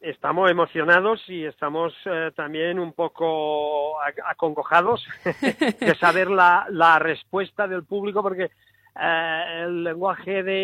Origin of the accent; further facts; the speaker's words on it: Barcelona, Catalonia, Spain; now in Seville, Spain; yo soy de Barcelona